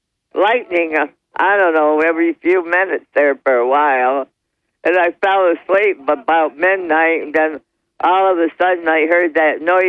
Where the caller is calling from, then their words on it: Dickinson, United States; from the town of Dickinson.